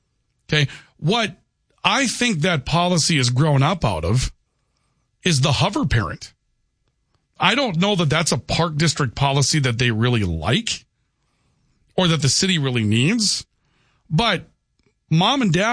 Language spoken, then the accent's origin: English; Valley City, North Dakota, United States; moved away; My hometown of Valley City, it had kind of three parks, but really two.